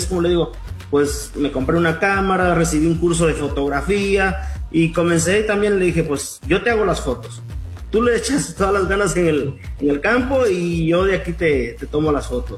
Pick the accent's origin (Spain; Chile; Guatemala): Guatemala; now in United States